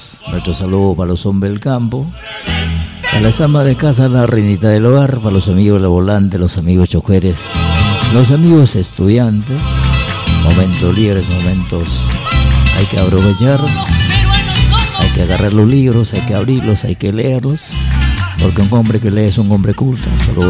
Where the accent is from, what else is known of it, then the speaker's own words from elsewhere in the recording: Peru; como buenos peruanos siempre, siempre orgullosos de difundir nuestra música, porque donde late un corazón peruano está la patria